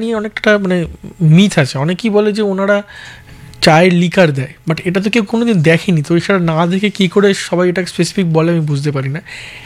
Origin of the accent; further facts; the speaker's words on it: West Bengal, India; আমি তো বাঙাল নই, আমি পুরো মানে ঘটি